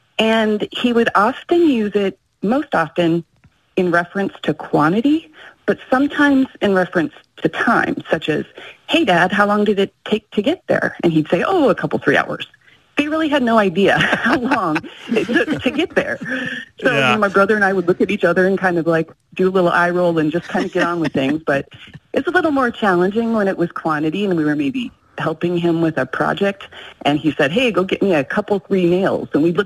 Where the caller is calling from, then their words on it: Tucson, Arizona, United States; I am calling from Tucson, Arizona today.